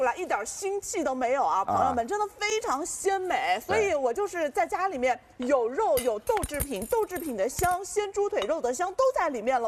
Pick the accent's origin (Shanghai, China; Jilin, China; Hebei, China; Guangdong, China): Shanghai, China; 这个我们上海人叫百叶包，但是宁波人就叫面节，老底子的鲜香记忆。